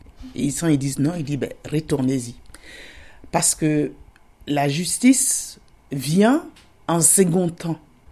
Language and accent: French; Tiassalé, Lagunes, Côte d’Ivoire; On a Thiès-Salé, qui est ma ville natale d'ailleurs, et après mon village, qui est Emakonogaro. Et il n'est pas perdu parce qu'il fait plus de 10 000 habitants aujourd'hui.